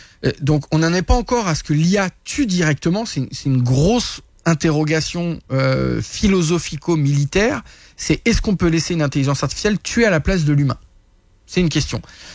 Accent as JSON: {"language": "French", "country": "France", "lives_now": "Canada", "said": "parce que je suis français, qu'il y a eu les forces françaises qui ont été engagées, de deux, parce que je suis canadien de cœur maintenant"}